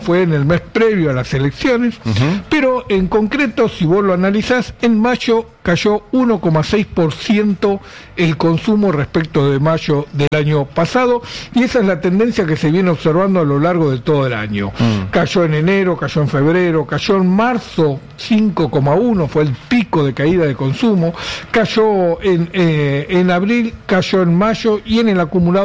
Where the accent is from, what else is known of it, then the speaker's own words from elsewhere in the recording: Argentina; El problema es que el mercado interno somos los argentinos.